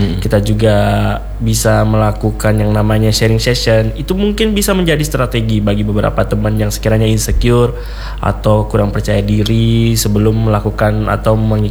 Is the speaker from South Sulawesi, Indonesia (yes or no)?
yes; South Sulawesi, Indonesia; Adapun langkah saya sebagai putra Nusantara Sulawesi Selatan dan Sulawesi Barat, yakni memilih teman-teman sejak kecil untuk melakukan berbagai kegiatan literasi.